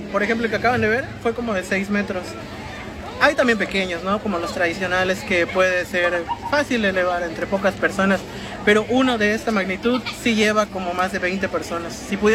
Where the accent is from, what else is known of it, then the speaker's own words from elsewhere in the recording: Pomuch, Campeche, Mexico; pero en realidad yo soy de Pomuch, como puede ver mi player.